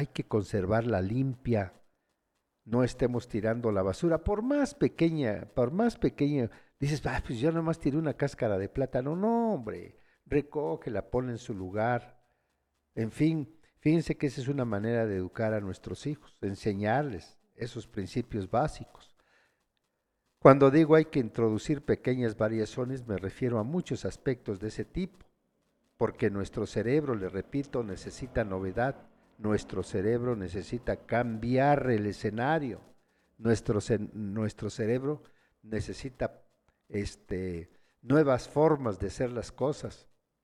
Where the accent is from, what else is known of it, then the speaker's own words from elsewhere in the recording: San Juan Yucuita, Oaxaca, Mexico; Igual hay un saludo para las familias que nos están escuchando en mi pueblo, San Juan Yucuita.